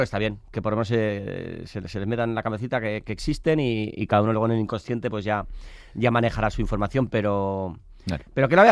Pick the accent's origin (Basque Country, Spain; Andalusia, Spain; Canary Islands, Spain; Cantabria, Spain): Basque Country, Spain; San Sebastián